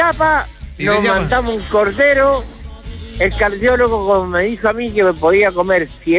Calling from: Curicó, Maule, Chile

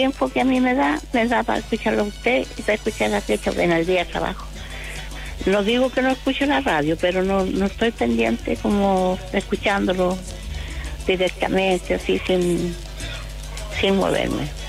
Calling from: Romeral, Maule, Chile; Estoy escuchándolo acá de Romeral.

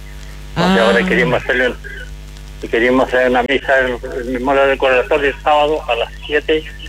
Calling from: Maule, Chile; De aquí, de San Ramiro, junto a Colín.

